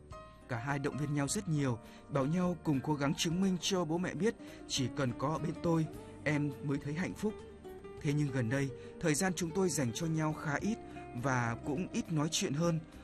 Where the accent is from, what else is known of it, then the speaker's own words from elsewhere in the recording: Thanh Hoa, Vietnam; Tôi năm nay 30 tuổi, sinh ra ở miền quê xứ Thanh. Quê tôi có phong cảnh hùng vĩ, cuộc sống ở đó gắn liền với núi rừng, nương rẫy và tiếng suối chảy quanh năm.